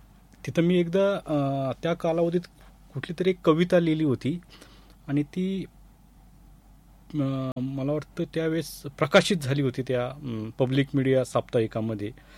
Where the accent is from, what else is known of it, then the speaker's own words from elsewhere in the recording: Koradgaon, Maharashtra, India; moved away; also born or lived in Nashik / Nagpur; मी मूळ अहमदनगर जिल्ह्यातला पाथर्डी तालुक्यातील कोरडगाव हे माझं गाव, प्रामुख्याने दुष्काळी पट्ट्यातील ते गाव आहे आणि थोडस शेतीच्या संबंधित लोक आहेत तिथे, जास्त शेतकरी वर्ग